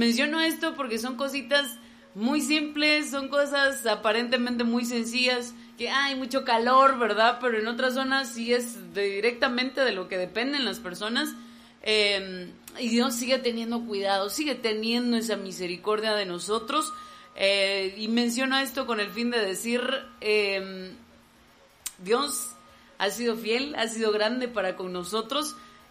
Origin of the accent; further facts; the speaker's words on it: Zacapa, Guatemala; nosotros que somos de Zacapa y pertenecemos también a la región de Huasteto del Progreso